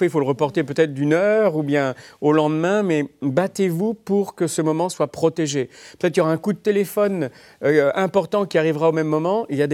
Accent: France

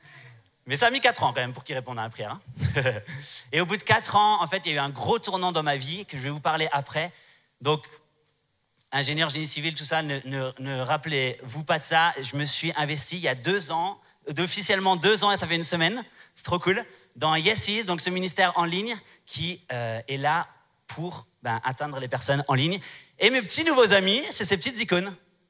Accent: Strasbourg, Grand Est, France; Je viens de Strasbourg, je vous l'ai dit hier

